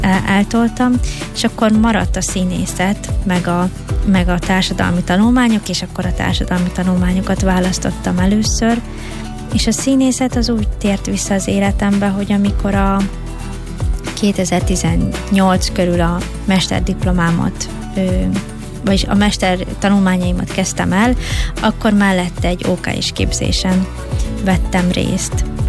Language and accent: Hungarian; Budapest, Hungary; also born or lived in Hodász, Szabolcs-Szatmár-Bereg; Én már Budapesten születtem, édesanyám Szabolcs megyében hodászon nőtt fel, és én is a nyaraimat és az ünnepeket ott töltöttem a rokonokkal